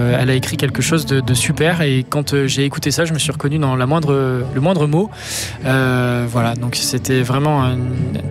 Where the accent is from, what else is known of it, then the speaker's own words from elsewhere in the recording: Geneva, Switzerland; born there; Alors, je suis né à Genève, mais je suis pas suisse. Je suis pleinement français